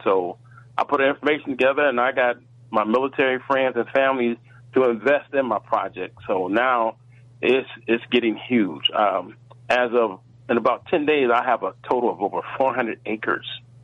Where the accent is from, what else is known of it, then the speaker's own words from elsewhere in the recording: Toledo, Ohio, United States; You know, I'm originally from Toledo, Ohio, and I do not like the snow. So I'm in a tropical country.